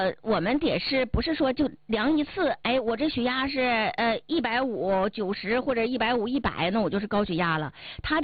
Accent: Northeast China, China; 咱们东北人口味重不说啊，还特别的愿意吃咸菜

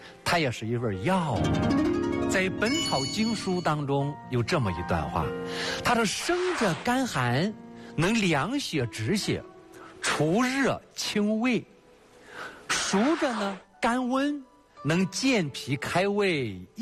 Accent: China; 比如说女同志生完孩子以后，我们中国人都知道说不能见凉的

